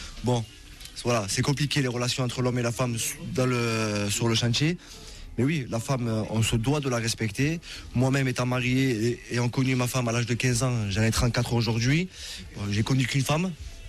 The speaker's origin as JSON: {"language": "French", "country": "France", "tie": "born there", "said": "Je suis d'origine turque et je suis né en France. Comme je dis, mon père est turc, mais ma mère est française."}